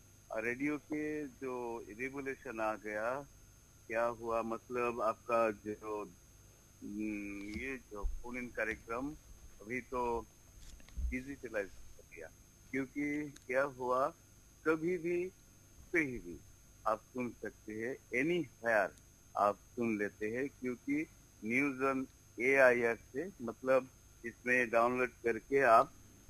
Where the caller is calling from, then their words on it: Ramkrishna Nagar, Assam, India; मेरा गांव का नाम है राम कृष्ण नगर, डिस्ट्रिक्ट श्री भूमि, आसाम से ताल्लुकात है ना।